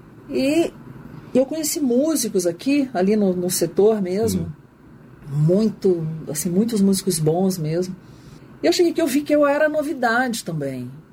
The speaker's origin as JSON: {"language": "Portuguese", "town": "Uberlândia", "region": "Minas Gerais", "country": "Brazil", "lives_now": "Campinas, Brazil", "said": "Eu vim de Uberlândia, uma cidade bem menor."}